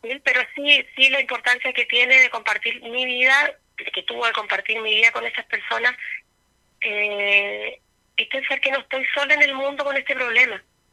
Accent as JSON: {"language": "Spanish", "town": "Ancud", "region": "Los Lagos", "country": "Chile", "said": "soy de Ancud, tengo 50 años"}